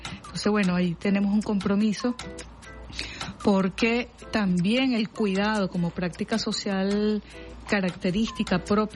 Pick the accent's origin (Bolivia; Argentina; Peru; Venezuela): Venezuela; esto que nos caracteriza como venezolanas y venezolanos, como caribeñas y caribeños